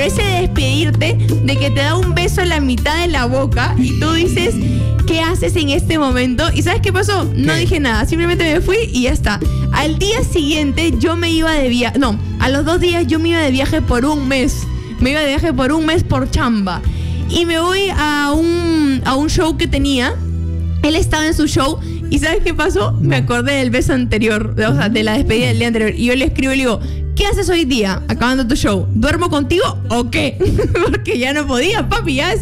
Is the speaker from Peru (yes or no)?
yes; Peru; Somos de Perú, papi. Acá hay mar.